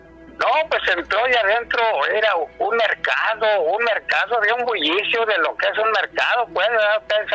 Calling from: Hermosillo, Sonora, Mexico; de Hermosillo, que te está marcando.

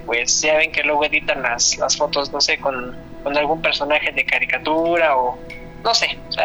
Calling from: Mexico City, Mexico; De acá, de Tlalpan.

